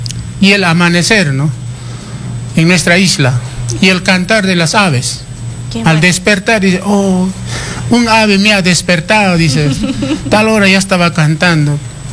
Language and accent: Spanish; Puno, Peru; saludarles desde el lago navegable más alto del mundo, que nosotros venimos y mantenemos nuestra cultura viva